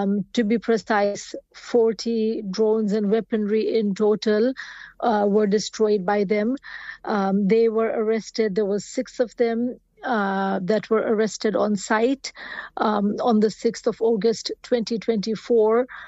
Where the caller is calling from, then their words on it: London, United Kingdom; So I am actually speaking from London, United Kingdom, and I'm here to share the story of my young daughter